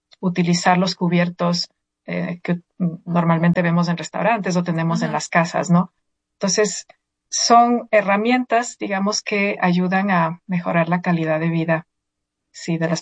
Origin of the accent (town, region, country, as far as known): Ecuador; moved away as an adult; now in United States